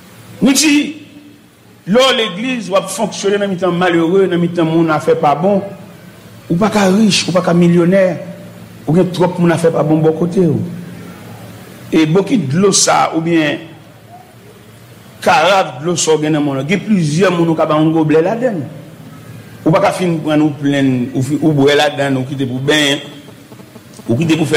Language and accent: French; Haiti; Nous venons encourager vous-même en tant qu'haïtien chrétien. Parce que nous-mêmes, haïtien chrétien